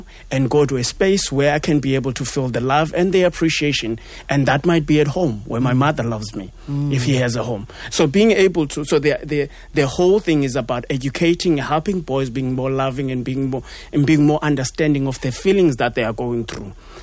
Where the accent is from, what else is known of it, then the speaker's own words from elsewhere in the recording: South Africa; as a South African